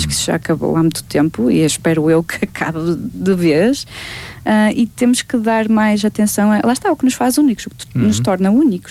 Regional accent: Vila Real, Norte, Portugal; accent: northern Portuguese; porque em Vila Real, e depois também não vamos esquecer que toda a gente até hoje tentou ao máximo bloquear o facto de falarmos mais a nortenho e mais ao interior.

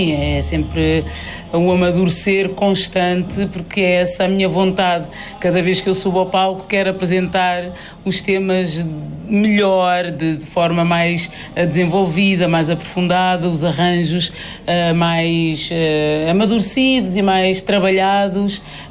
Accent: Portugal; born there; porque eu, para além de cabo-verdiana, sou portuguesa, eu tenho dupla nacionalidade, nasci aqui e em Portugal

